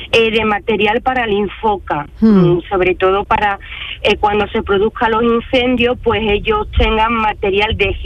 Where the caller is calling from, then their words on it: Seville, Andalusia, Spain; ahora mismo voy por la excedente camino a Cartuja, aquí en Sevilla capital.